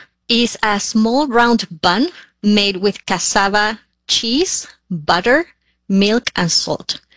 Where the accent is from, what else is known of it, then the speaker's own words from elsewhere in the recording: Argentina; now in Florida, United States; I'm originally from Argentina, and I currently live in Florida, USA.